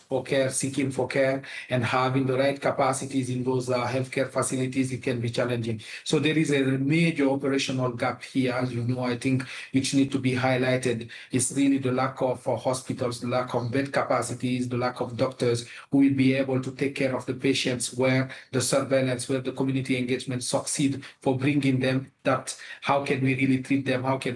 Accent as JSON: {"language": "English", "country": "Guinea", "said": "I'm originally from Guinea, one of the countries which were affected a decade ago."}